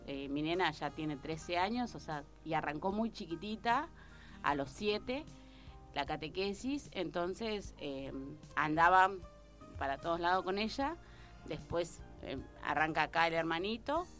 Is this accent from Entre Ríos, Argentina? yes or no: yes; Villaguay, Entre Ríos, Argentina; moved away; Yo soy de Villaguay, Entre Ríos.